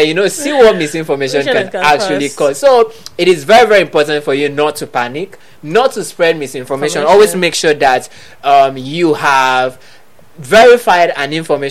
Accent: Etung, Cross River, Nigeria; I'm not from Ikom though. I'm from Etung. So, but it's really, really close.

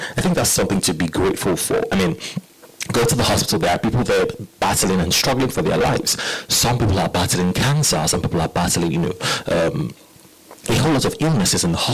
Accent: Nigeria; but we are Nigerians

